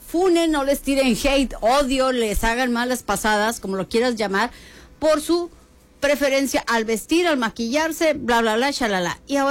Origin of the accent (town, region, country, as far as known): Mexico